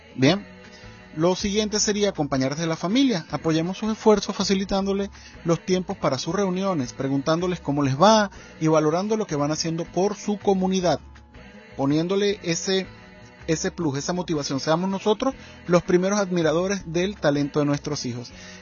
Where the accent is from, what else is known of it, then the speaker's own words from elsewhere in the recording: Maturín, Monagas, Venezuela; now in Zulia, Venezuela; realmente yo soy de Maturín, Estado Monagas, un oriental aquí trabajando y llevando la misión del día a día en el Zulia